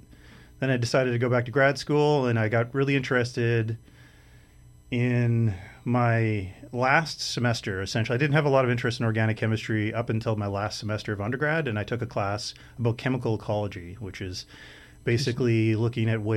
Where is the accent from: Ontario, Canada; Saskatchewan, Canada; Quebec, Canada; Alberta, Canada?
Saskatchewan, Canada; moved away as an adult; I grew up in Northern Saskatchewan in a small town by a lake